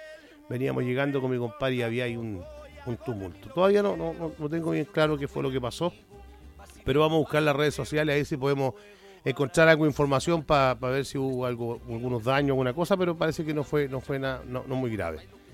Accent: Chile; Somos todos chilenos.

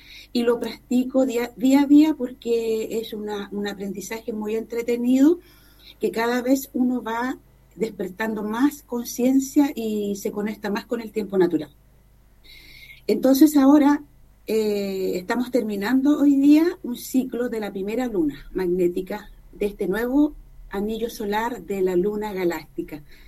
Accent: San Pedro de la Paz, Biobío, Chile; yo soy de San Pedro de la Paz, tengo dos hijos, de profesión ingeniero

